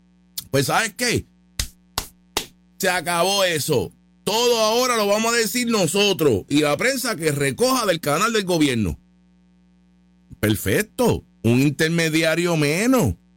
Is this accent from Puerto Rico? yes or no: yes; Puerto Rico; yo como puertorriqueño, yo no quiero que destruya La Palguera